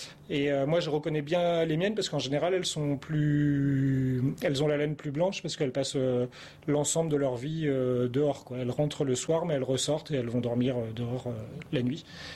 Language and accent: French; Avranches, Normandy, France; moved away as an adult; also born or lived in Brittany; je travaillais en Bretagne et donc je souhaitais revenir dans ma région natale. Je suis né à Avranches